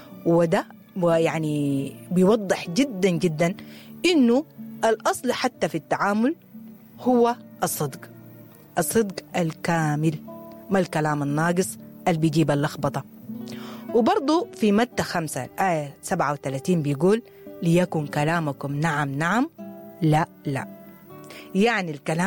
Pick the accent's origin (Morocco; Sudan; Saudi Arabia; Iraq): Sudan; بلدنا السودان